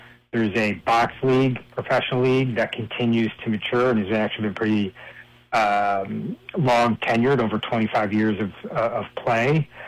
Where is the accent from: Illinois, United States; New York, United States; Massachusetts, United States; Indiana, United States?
New York, United States; I grew up in Western New York and upstate New York in a small town.